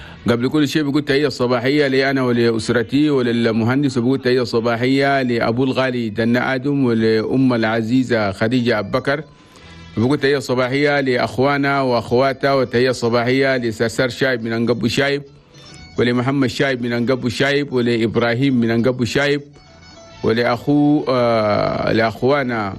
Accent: Chad; سلام لك انت وكل الكلان دومان في العاصمة جمينا وفي بلدنا تشاد.

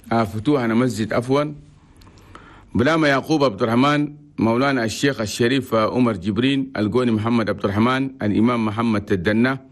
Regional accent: Chad; وأننا كلنا تشاديين لازم نعيشوا بالعافيه والسلام والاستقرار في بلدنا تشاد

